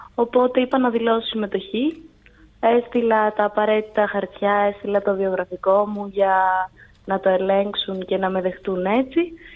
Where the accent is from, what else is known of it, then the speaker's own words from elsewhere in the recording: Volos, Thessaly, Greece; Εγώ ως μία 19χρονη έδωσα κάποιες ιδέες που θα ήθελα να δω διαφορά στην πόλη μου.